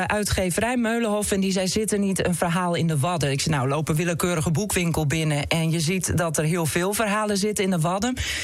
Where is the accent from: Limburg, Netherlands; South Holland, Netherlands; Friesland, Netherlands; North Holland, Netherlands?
Friesland, Netherlands; Ameland; also born or lived in Dokkum; Ik ben geboren in Dokkum. Ik ben opgegroeid op Ameland.